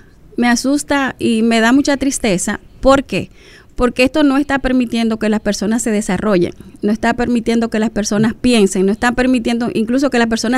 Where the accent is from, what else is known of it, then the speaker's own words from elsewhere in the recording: Dominican Republic; como nosotros como dominicanos podemos llevar, o sea, nuestra escritura, nuestra poesía, nuestra narrativa a otros países